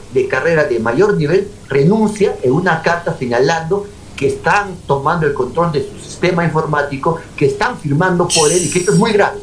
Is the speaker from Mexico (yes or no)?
no; Peru